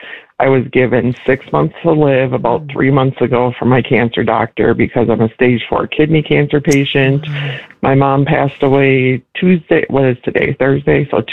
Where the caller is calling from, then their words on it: Mounds View, Minnesota, United States; I'm from Moundsview.